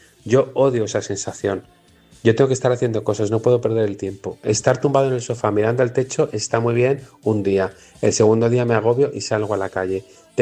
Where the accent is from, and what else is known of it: Balearic Islands, Spain